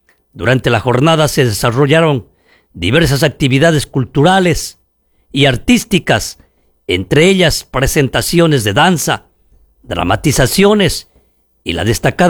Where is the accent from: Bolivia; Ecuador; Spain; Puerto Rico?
Ecuador; Como ecuatorianos, conservemos todo esto